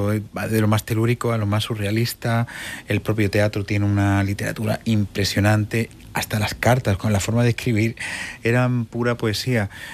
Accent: Badalona, Catalonia, Spain; Federico estuvo en mi tierra, ¿no?

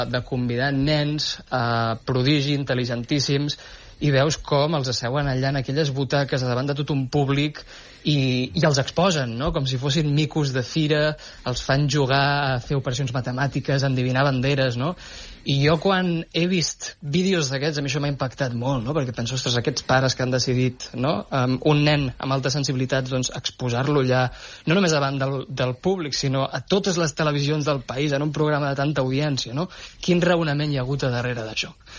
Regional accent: Navàs, Catalonia, Spain; born or raised there

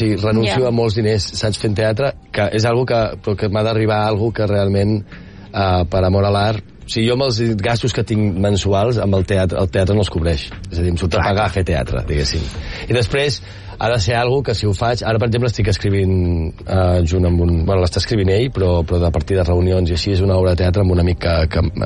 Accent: Rupià, Catalonia, Spain; Estat de Rupià, del meu poble.

